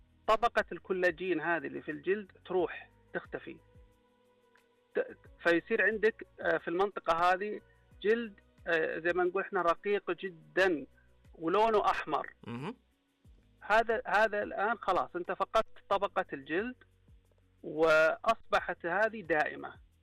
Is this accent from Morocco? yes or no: no; Saudi Arabia; عندنا في السعوديه